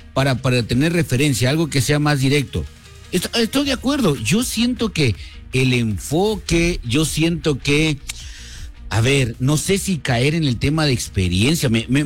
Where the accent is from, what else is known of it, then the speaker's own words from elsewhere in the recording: Guatemala; somos los chapines